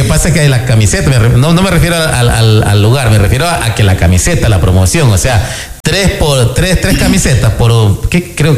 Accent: Ecuador

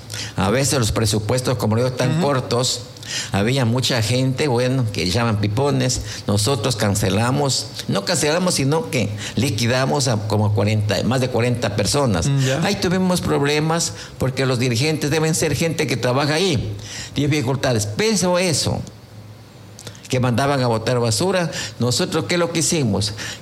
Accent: Quevedo, Los Ríos, Ecuador; Nosotros tenemos generaciones de generaciones aquí que trabajaron. Y somos ecuatorianos hasta el último huesito. Y tenemos la suerte de servir a Quevedo, este modesto ciudadano desde niño, más de 72 años.

